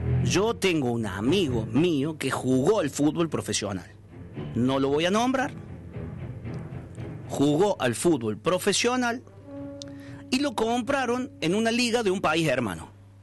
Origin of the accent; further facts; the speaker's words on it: Argentina; Siempre somos los argentinos, somos pocos llorones también.